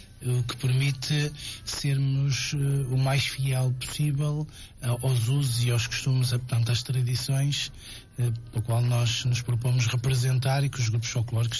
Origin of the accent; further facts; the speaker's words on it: Meinedo, Porto, Portugal; born there; Portanto, comecei no grupo folclórico das Labradeiras do Balde Sousa, em Romariz, em Meinedo, a terra onde eu nasci, com o meu pai.